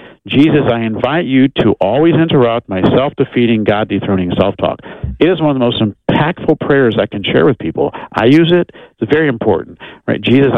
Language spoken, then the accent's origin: English; Texas, United States